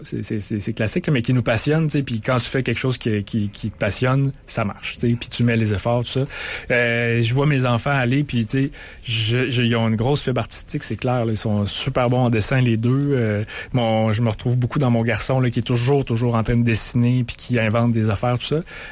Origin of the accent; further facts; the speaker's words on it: Sainte-Brigitte-de-Laval, Quebec, Canada; now in Quebec City, Canada; j'ai grandi pas loin d'ici, à Sainte-Brigitte-de-Laval. Mm-hmm. Tu sais, vraiment dans un milieu naturel. Il y avait la rivière derrière chez nous, la forêt devant